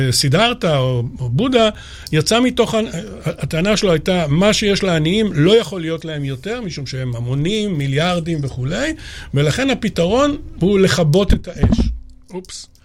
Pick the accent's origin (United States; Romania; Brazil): Romania; now in Israel; והשמחה הגדולה היא שבסוף תלו אותו, אבל אז אנחנו ברחנו מרומניה.